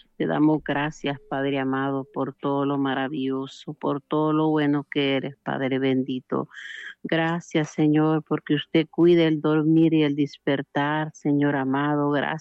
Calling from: Choluteca, Honduras; La Picota Choluteca

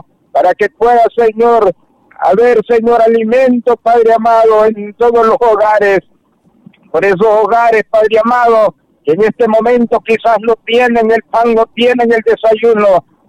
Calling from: Sabá, Colón, Honduras; mi pueblo de Sabat, Colón, Honduras.

